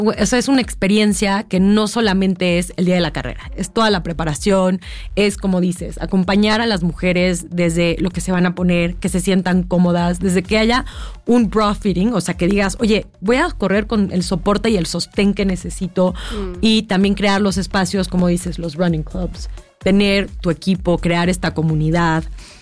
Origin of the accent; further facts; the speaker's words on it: Mexico City, Mexico; pensándolo como chilanga